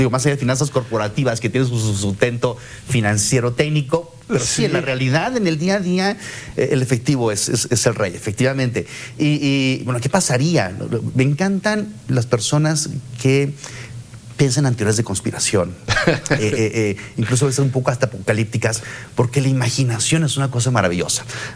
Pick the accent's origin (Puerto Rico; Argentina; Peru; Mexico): Mexico; De los países más altos que tenemos smartphones somos los mexicanos.